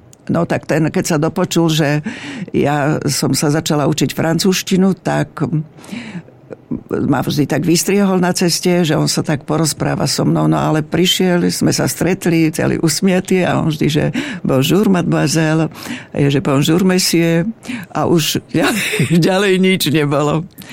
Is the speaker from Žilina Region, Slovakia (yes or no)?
yes; Blatnica, Žilina Region, Slovakia; my sme boli autobusári z Blatnici